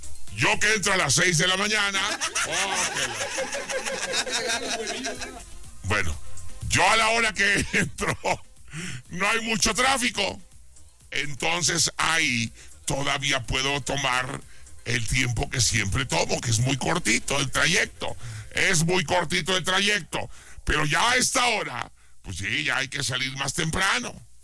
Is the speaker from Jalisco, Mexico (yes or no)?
yes; Guadalajara, Jalisco, Mexico; now in Aguascalientes, Mexico; Yo soy de Guadalajara